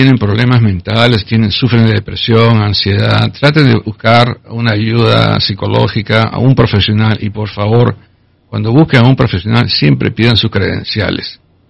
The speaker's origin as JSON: {"language": "Spanish", "country": "Peru", "moved": "as an adult", "lives_now": "United States", "said": "empecé la universidad en Lima. Soy peruano, católico, fui educado por los jesuitas."}